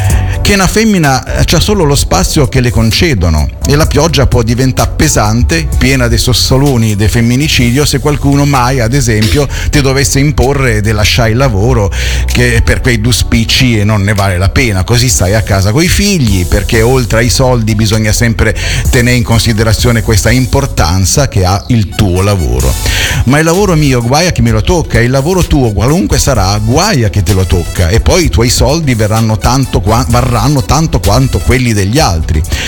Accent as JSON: {"language": "Italian", "town": "Rome", "region": "Lazio", "country": "Italy", "tie": "born or raised there", "said": "la mia romanità, anche se poi è molto sporca la mia romanità, anche se sono nato e vissuto a Roma."}